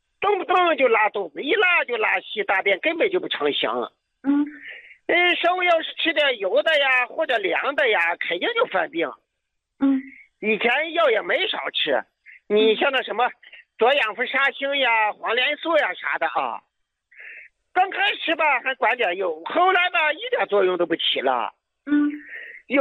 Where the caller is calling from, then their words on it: Shaanxi, China; 我是陕西的，